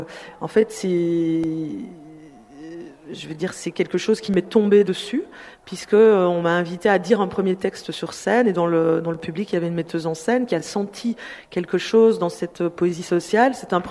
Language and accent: French; Belgium; Donc, moi, je suis belge d'origine congolaise